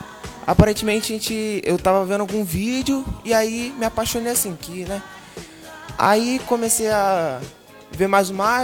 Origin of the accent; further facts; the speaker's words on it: Rio de Janeiro, Brazil; born there; also born or lived in Mato Grosso do Sul; now in São Pedro da Aldeia, Brazil; Nasci em Campo Grande, lá no Rio de Janeiro. E fui morar em Mato Grosso Sul.